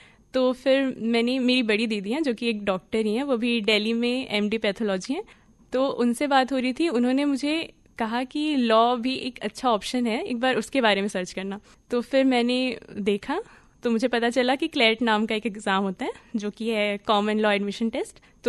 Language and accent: Hindi; Bastar, Chhattisgarh, India; मेरा जन्म यहाँ बस्तर में हुआ है। मेरा बचपन अगर मैं कहूँ तो डिमरापाल आश्रम में बीता है